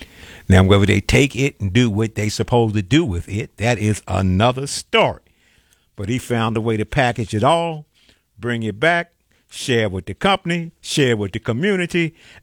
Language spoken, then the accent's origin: English; Chicago, Illinois, United States; in 45 years of being in Chicago. Love it. Wouldn't be any other place except for my hometown.